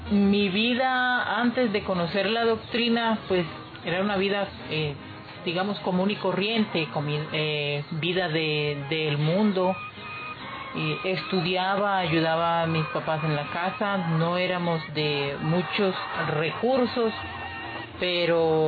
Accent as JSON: {"language": "Spanish", "town": "Sampués", "region": "Sucre", "country": "Colombia", "tie": "born or raised there", "also_born_or_lived": "Sincelejo, Colombia", "said": "Nací en la ciudad de Sincelejo, me crié en San Pues. Mi mamá es del departamento del Magdalena y mi papá del departamento de Sucre."}